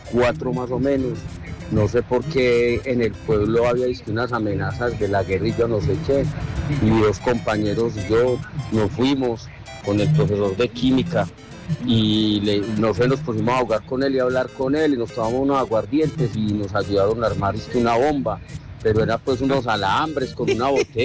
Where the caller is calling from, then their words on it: Jericó, Antioquia, Colombia; de Jericó, Antioquia.